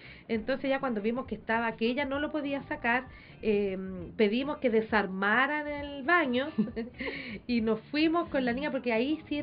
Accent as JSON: {"language": "Spanish", "town": "Calama", "region": "Antofagasta", "country": "Chile", "tie": "born or raised there", "said": "yo soy de Calama."}